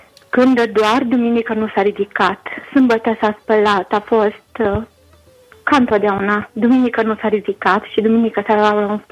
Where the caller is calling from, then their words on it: Cluj-Napoca, Cluj County, Romania; sunt din Cluj.